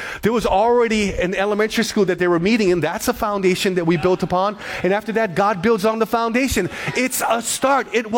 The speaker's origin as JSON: {"language": "English", "town": "Kalihi", "region": "Hawaii", "country": "United States", "tie": "born or raised there", "said": "So we grew up in Kalihi. We lived in Kalihi."}